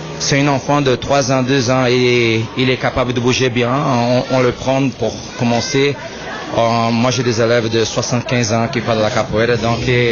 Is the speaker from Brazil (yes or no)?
yes; Brazil; Pour moi, en tant que brésilien, je veux dire que c'est une chose qui me manque beaucoup, c'est la nourriture. Donc la nourriture brésilienne, elle est super riche.